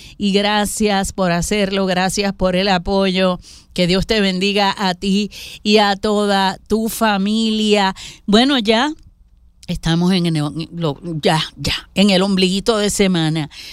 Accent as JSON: {"language": "Spanish", "country": "Puerto Rico", "said": "soy de la Isla del Encanto, Puerto Rico."}